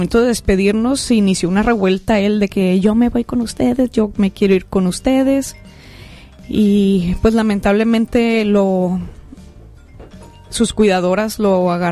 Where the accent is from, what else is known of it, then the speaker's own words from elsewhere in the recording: Culiacán, Sinaloa, Mexico; Nosotros somos de aquí de Culiacán, todo el tiempo hemos vivido aquí en Culiacán y él aquí tiene su casa.